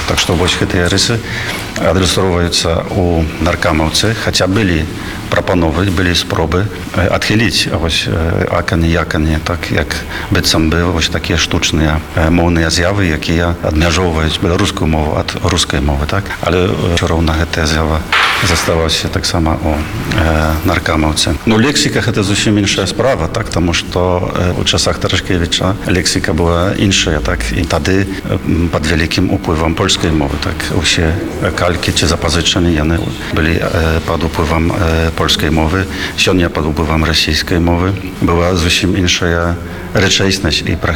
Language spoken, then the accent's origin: Belarusian; Warsaw, Masovian Voivodeship, Poland; born there; Belarusian is a second language; Я нарадзіўся ў Варшаве, але вельмі шмат часу правёў з беларусамі.